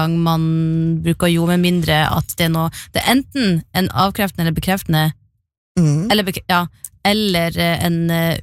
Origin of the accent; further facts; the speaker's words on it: Beiarn, Nordland, Norway; For jeg jo vokst opp med sånn, I Beiern